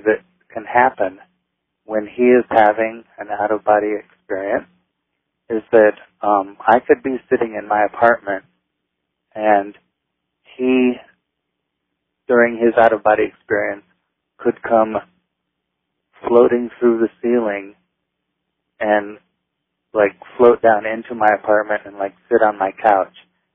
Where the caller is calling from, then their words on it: Lincoln, Nebraska, United States; I'm calling from Lincoln, Nebraska.